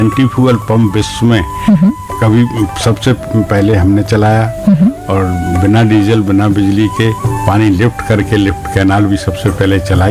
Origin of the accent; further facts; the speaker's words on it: Lalitpur district, Uttar Pradesh, India; मैं बुंदेलखंड के जिला ललितपुर का रहने वाला हूँ। जो पहले झांसी जिला था, अब ललितपुर है, और गांव का रहने वाला हूँ। ग्राम भैलोनी लोध है, पोस्ट भी वही है